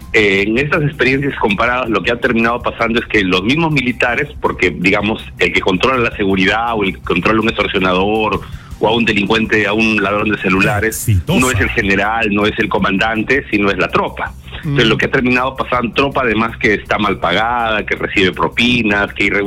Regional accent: Peru; Claro, yo como peruano le deseo lo mejor

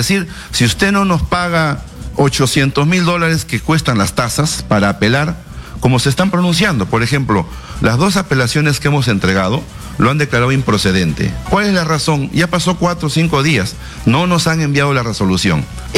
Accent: Peru; yo no soy el único peruano

